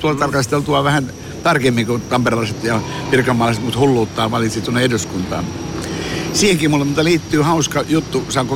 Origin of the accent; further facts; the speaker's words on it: Oulu, North Ostrobothnia, Finland; minä tulin Oulusta tosiaan, Kiimingistä, kävin koulut Oulussa ja mulla oli bändejä siellä.